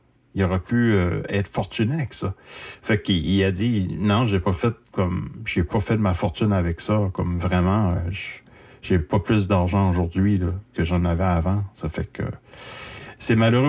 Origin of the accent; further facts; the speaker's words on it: Shippagan, New Brunswick, Canada; un groupe de jeunes originaires de Sheepagan, Nouveau-Brunswick, ma ville natale.